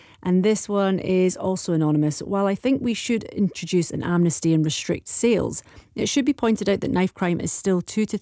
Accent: Glasgow, Scotland, United Kingdom; from the time when I was growing up in Glasgow, when it was no mean city.

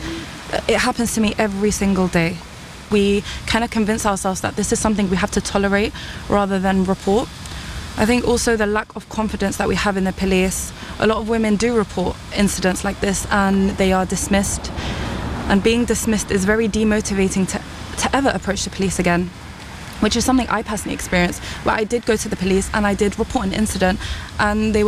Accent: London, United Kingdom; I was born and raised in London and I've always felt safe wearing the hijab

